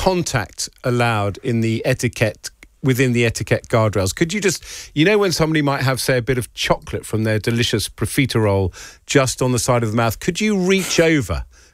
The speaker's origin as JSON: {"language": "English", "country": "United Kingdom", "said": "We are British."}